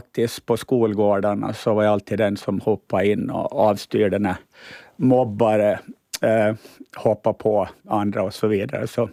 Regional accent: Åland, Finland; Och då, det var första gången som jag riktigt märkte varför jag var ålänning.

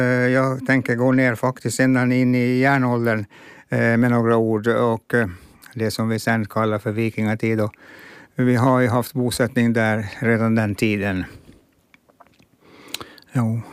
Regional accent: Finnby, Åland Islands; first language Finnish; Swedish is a second language; båda från, uppvuxna i Finnby

